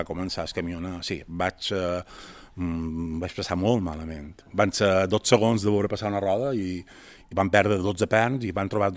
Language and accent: Catalan; Llubí, Balearic Islands, Spain; estava en un grupament d'escolta de Mallorca, jo som mallorquí, som de Llubí, estava en un grupament de Palma